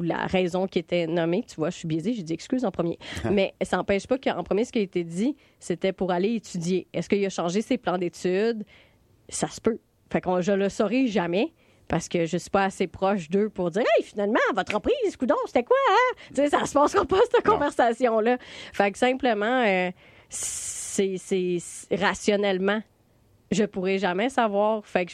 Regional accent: Trois-Rivières, Quebec, Canada; born there; now in Montreal, Canada; moi, je suis née à Trois-Rivières, puis quand je suis arrivée à Montréal, puis je disais que j'habitais dans Hochelaga Maisonneuve

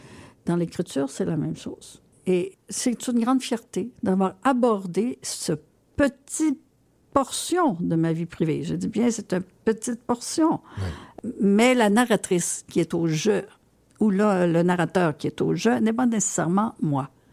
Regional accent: Iberville, Quebec, Canada; Je prenais le train à Iberville Station, mon village natal. Je suis née à deux rues de la gare.

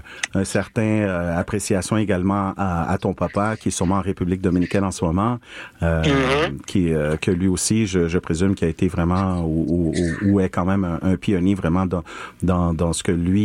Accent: Barranquilla, Atlántico, Colombia; French is a second language; Je disais, écoute, je viens de Barranquilla, évidemment, j'ai un penchant vraiment de voir cette artiste qu'est … car on est...

